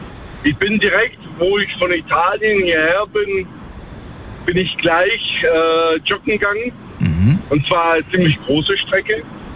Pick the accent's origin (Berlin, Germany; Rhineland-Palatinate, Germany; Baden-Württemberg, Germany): Baden-Württemberg, Germany; Ich komme aus der Göppinger Ecke.